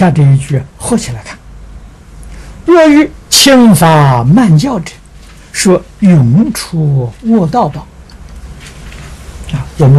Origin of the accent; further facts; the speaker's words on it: China; 我们中国人比他高明的重要理智啊